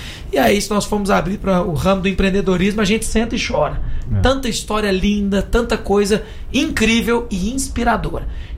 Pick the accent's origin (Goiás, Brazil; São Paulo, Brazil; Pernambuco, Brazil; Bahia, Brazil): Goiás, Brazil; eu sou de Goiás.